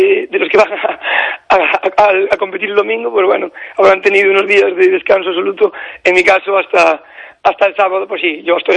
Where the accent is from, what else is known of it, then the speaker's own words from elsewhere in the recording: Bertamiráns, Galicia, Spain; now in O Milladoiro, Spain; tengo aquí el centro, pero soy de Berta Mirán. Mis padres viven en Berta Mirán, me crié en Berta Mirán. Y es mi tierra